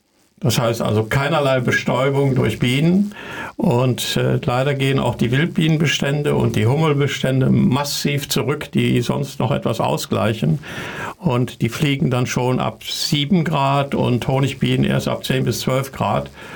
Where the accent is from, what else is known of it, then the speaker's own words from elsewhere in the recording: North Rhine-Westphalia, Germany; Einmal die Information vielleicht hier aus meiner Heimat, aus Lippe.